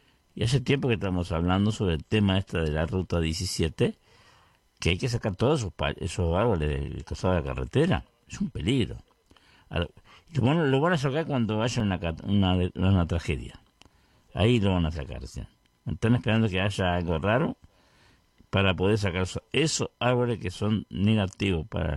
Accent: Vergara, Treinta y Tres, Uruguay; Ahí está Vergara, nuestro querido pueblo Vergara, donde yo nací, me crié. Me crié entre comillas porque todavía estoy en eso, ¿no?

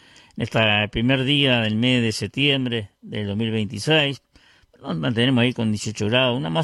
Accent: Vergara, Treinta y Tres, Uruguay; éramos embajadores de nuestro pueblo, de Vergara, en el Festival de Olimar.

